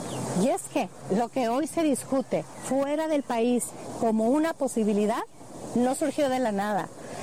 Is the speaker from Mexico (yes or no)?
yes; Mexico; Soy mexicana, gobernadora de un gran estado fronterizo